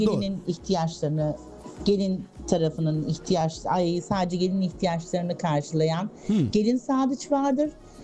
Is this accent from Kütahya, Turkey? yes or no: yes; Simav, Kütahya, Turkey; ben Kütahya Simavlı'yım.